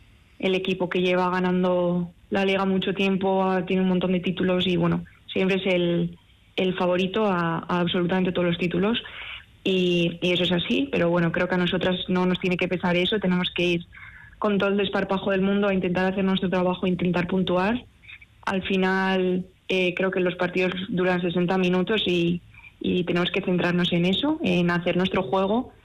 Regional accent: Pamplona, Navarre, Spain; yo, por ejemplo, que soy de aquí de Iruña

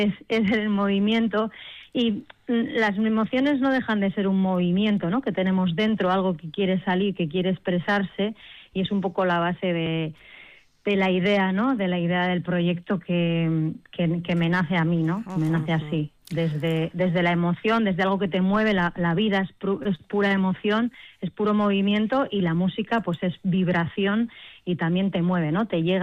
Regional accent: Portugalete, Basque Country, Spain; Porque yo soy aquí de Portugalete y vivimos todos muy pegaditos.

